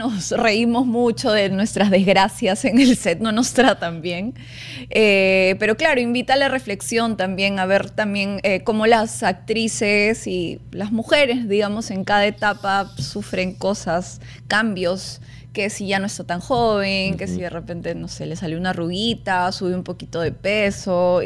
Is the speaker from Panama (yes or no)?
no; Peru; los peruanos somos muy telenoveleros